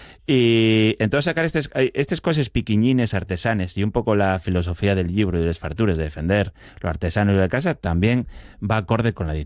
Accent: Asturias, Spain; porque ya sabes cómo somos los asturianos

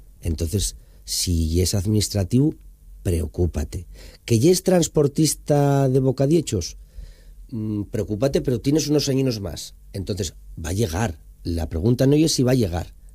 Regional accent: Somiedo, Asturias, Spain; que ser alguien en los años 50 en mi pueblo, en Somiedo, era tener más vacas que el vecino.

